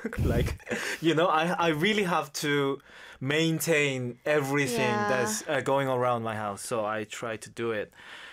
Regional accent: Goyang, Gyeonggi Province, South Korea; This place is called La Festa and it's in Ilsan. That's like my hometown.

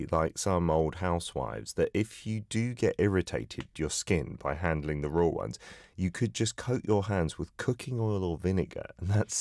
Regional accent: Philippines; For me, as a Filipino, I think of boba tea when I think of taro.

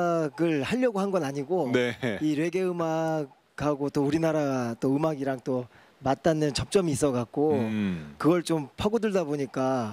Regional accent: South Korea; 그리고 아무래도 제가 한국 사람이니까 한국 사람으로서의 정체성이 있어야 세계 무대에서도 뭔가 진짜

